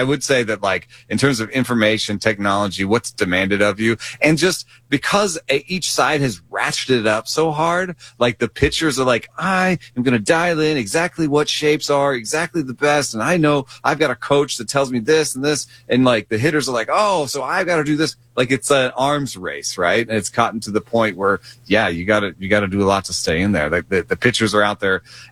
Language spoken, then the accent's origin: English; Atlanta, Georgia, United States; I know as a fan growing up in Atlanta in the late 80s and early 90s